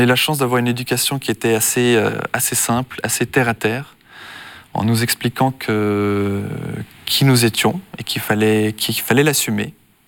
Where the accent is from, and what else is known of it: Switzerland; born there